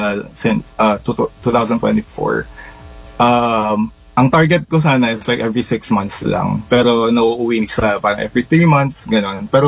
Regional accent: Bayombong, Cagayan Valley, Philippines; now in United States; Nueva Vizcaya kasi I'm very much proud of where I come from, and a lot of people don't know about it yet, pero it's a very promising province.

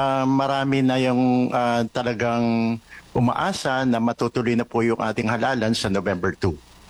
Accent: Legazpi, Bicol Region, Philippines; also born or lived in Pilar, Sorsogon; Yes, I'm from Legazpi City and from Pilar, Sorsogon.

